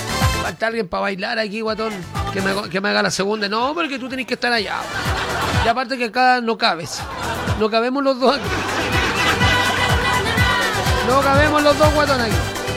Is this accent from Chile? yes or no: yes; Chile; Soy chileno, pero me carga aquí.